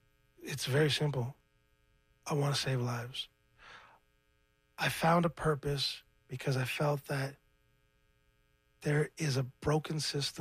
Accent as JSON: {"language": "English", "town": "Scarborough", "region": "Ontario", "country": "Canada", "said": "I'm from Scarborough. I'm a rapper."}